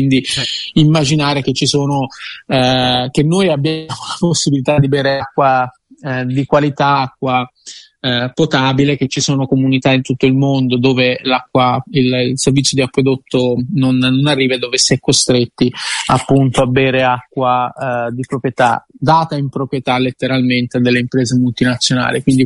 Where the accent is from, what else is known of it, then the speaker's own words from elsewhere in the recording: Capannori, Tuscany, Italy; io vengo da Capannori, che è un comune in provincia di Lucca